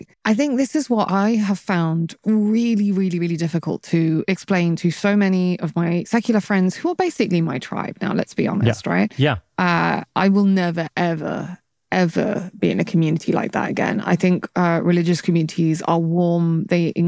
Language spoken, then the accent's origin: English; United Kingdom